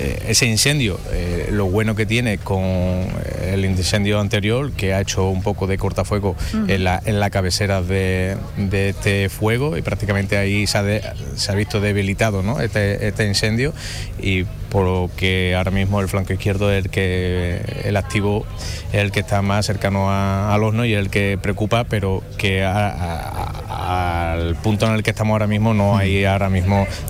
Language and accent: Spanish; Alosno, Andalusia, Spain